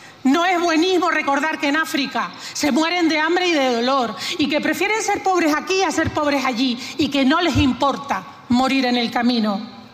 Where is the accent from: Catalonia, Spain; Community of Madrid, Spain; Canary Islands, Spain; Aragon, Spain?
Canary Islands, Spain; lo que los canarios hemos sentido